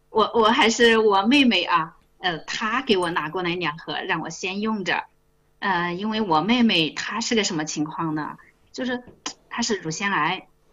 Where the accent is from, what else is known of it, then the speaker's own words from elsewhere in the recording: Hunan, China; 哎，我是湖南的。